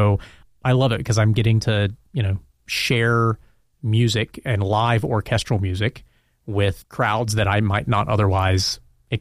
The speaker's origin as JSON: {"language": "English", "region": "North Carolina", "country": "United States", "said": "So I'm from North Carolina, and my wife and I live there with our dogs now."}